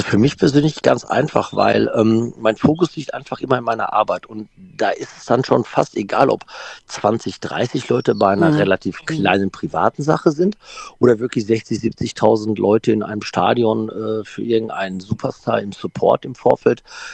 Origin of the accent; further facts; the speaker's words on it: Gelsenkirchen, North Rhine-Westphalia, Germany; Ich komme aus Gelsenkirchen, bin mittlerweile fast schon 50 Jahre alt